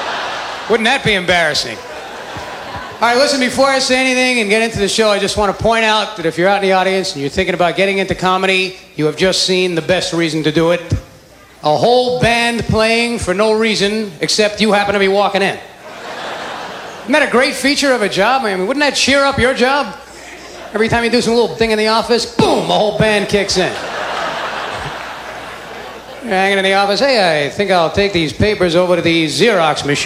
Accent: New York, United States; I'm from New York

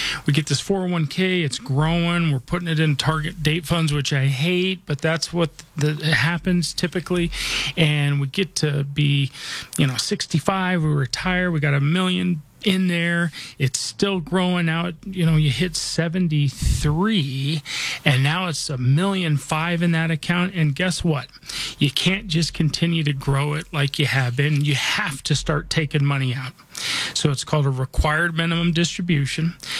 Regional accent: Denver, Colorado, United States; born or raised there

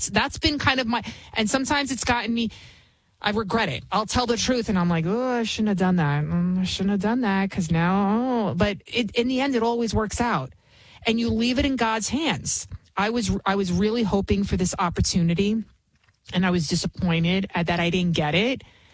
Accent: Bronx, New York, United States; English is a second language

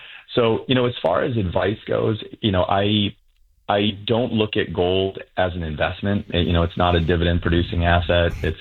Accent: New Bedford, Massachusetts, United States; moved away as an adult; also born or lived in Manchester, New Hampshire; I am actually a Massachusetts boy. I was born and raised in New Bedford.

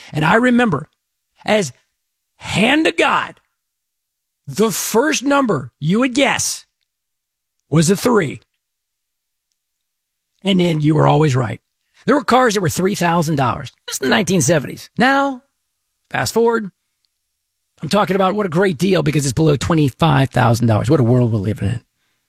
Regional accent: Dallas, Texas, United States; now in Houston, United States; It was on CBS, probably, I don't know, where I grew up in Dallas.

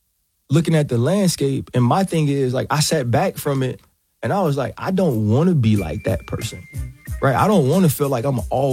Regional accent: Louisiana, United States; I grew up on the West Bank

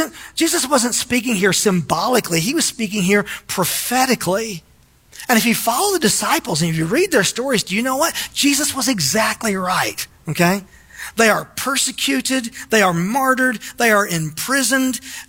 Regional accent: Florida, United States; We're from Florida.

